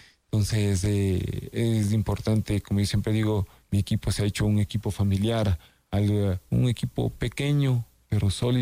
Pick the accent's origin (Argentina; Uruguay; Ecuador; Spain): Ecuador; Sierra; soy ecuatoriano